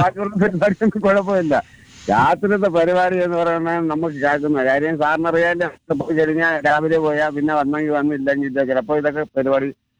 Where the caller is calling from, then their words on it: Azhikode, Kerala, India; ഞാൻ അഴിക്കോട്ടല്ലേ, ഞാൻ അഴിക്കോട്ട് നിന്ന്